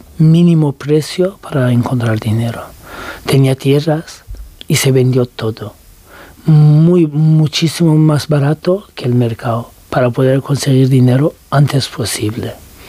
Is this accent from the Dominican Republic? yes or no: no; Turkey; Spanish is a second language; now in Spain